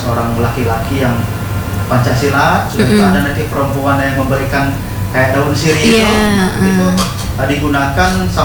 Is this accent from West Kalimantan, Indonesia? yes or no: no; Bengkulu, Indonesia; memang saya dibesarkan di Bengkulu Utara itu betul-betul dari orang tua, bapak saya dan ibu saya orang Rejang